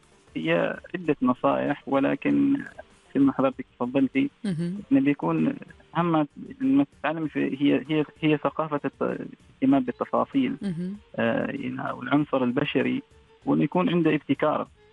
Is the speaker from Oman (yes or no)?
yes; Oman; ونحن كعمانيين